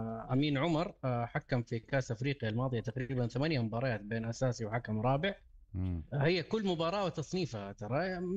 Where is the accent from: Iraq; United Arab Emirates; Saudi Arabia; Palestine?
Saudi Arabia; عندنا في المملكة العربية السعودية